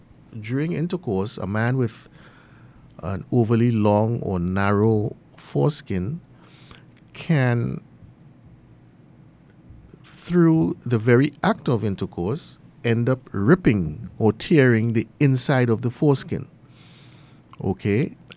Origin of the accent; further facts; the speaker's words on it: Trinidad & Tobago; as a Trinidadian